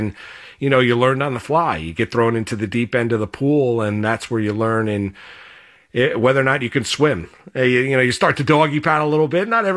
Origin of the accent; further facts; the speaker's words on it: Rockland County, New York, United States; growing up in Rockland County, being my mom was from Brooklyn, my dad was from Manhattan